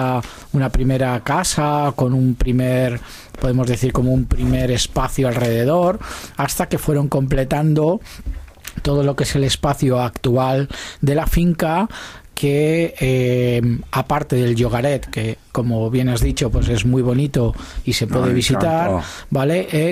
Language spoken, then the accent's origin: Spanish; Binissalem, Balearic Islands, Spain; Somos de Binissalem.